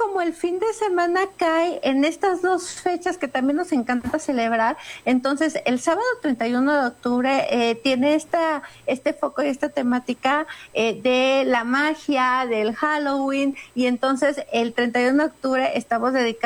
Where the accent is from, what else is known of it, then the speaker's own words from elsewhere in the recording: Mexico; como mexicanos que somos bien solidarios